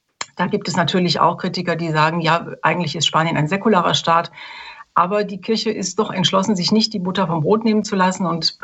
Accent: Germany; Man kann sich das als Deutscher gar nicht vorstellen, wie entschlossen die Leute sind, hier ein Fest zu feiern

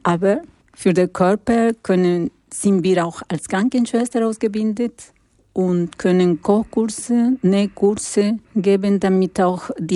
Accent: Lima, Peru; born there; German is a second language; moved away; Und ich bin in Lima geboren und habe ich viel Armut gesehen.

